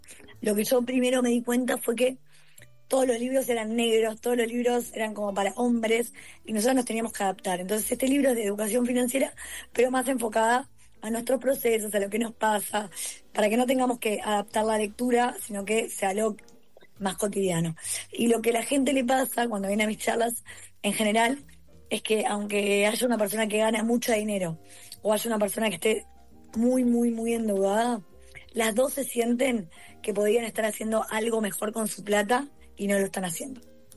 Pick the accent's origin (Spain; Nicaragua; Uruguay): Uruguay; A mí me hace muy feliz que en Argentina se vendan tantos mis libros, siendo uruguaya.